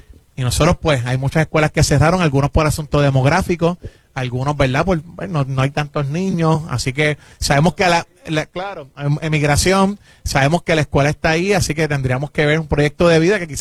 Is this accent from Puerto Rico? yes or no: yes; Villa Palmeras, Puerto Rico; Yo, de Villa Palmeras, Puerto Rico.